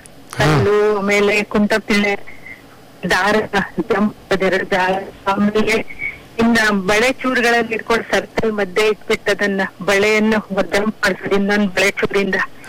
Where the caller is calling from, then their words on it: Shivamogga, Karnataka, India; ಶಿವಮೊಗ್ಗದಿಂದ